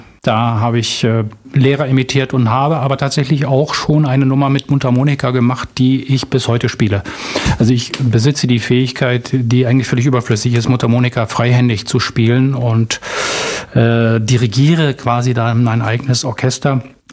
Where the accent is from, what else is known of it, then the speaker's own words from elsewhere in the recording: Berlin, Germany; Ich bin im amerikanischen Sektor in West-Berlin groß geworden